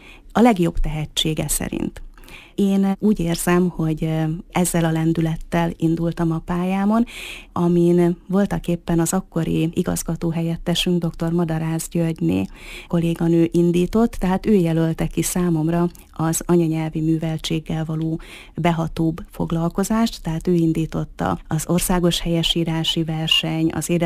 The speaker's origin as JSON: {"language": "Hungarian", "town": "Mezőkövesd", "region": "Borsod-Abaúj-Zemplén", "country": "Hungary", "tie": "born or raised there", "moved": "as an adult", "lives_now": "Miskolc, Hungary"}